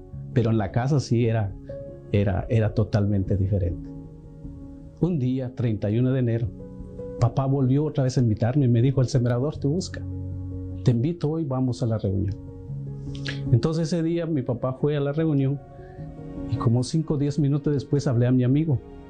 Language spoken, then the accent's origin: Spanish; Guatemala; moved away; soy de Guatemala.